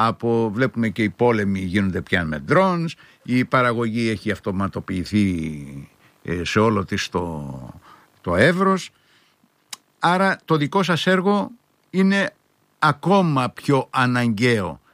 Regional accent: Ierapetra, Crete, Greece; moved away; στην ιδιαίτερη πατρίδα μου, την, ή μάλλον ένα από τους ιδιαίτερους τόπους της Κρήτης που μεγάλωσα, την Ιερά Πέτρα

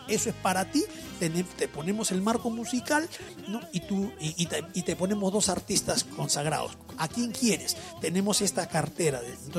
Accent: Piura, Peru; Entonces, dije … vengo de Piura

